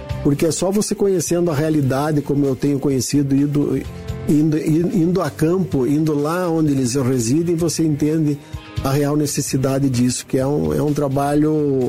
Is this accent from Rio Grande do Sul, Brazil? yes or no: yes; Rio Grande do Sul, Brazil; born there; also born or lived in Paraná; now in Curitiba, Brazil; Eu mudei para Curitiba em 1982. Na verdade, eu tenho uma história. Eu nasci no Rio Grande do Sul, morei no sudoeste do Paraná, morei em Curitiba, depois voltamos para o interior.